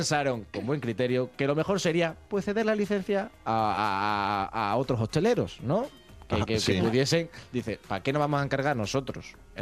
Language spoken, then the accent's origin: Spanish; Spain; Pero, como los españoles somos como somos, porque somos asina.